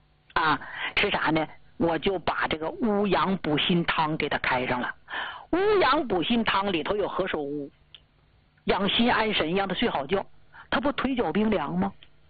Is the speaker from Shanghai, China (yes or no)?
no; Jilin, China; 那么在咱们家乡，就咱们吉林老家这块儿